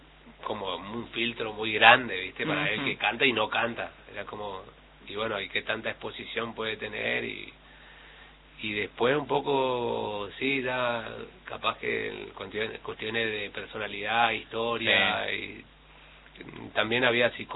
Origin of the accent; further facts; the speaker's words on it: Chaco, Argentina; No, por favor, yo vengo del Chaco.